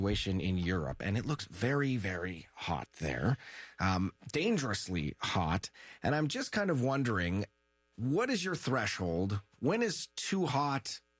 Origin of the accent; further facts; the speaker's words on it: Nova Scotia, Canada; now in Montreal, Canada; I grew up in Nova Scotia